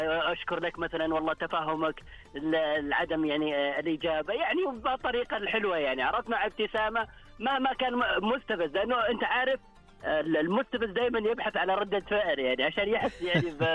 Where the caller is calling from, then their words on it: Riyadh, Riyadh Province, Saudi Arabia; من الرياض.